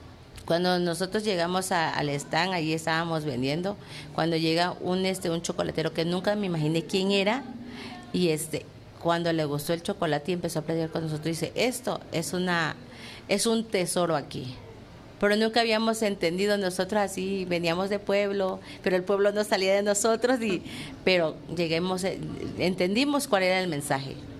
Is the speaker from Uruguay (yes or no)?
no; Tamulté de las Sabanas, Tabasco, Mexico; vengo de Tamulté de las Sabanas, que es una zona indígena donde todavía conservamos nuestro folclor, nuestra lengua autóctona y todo eso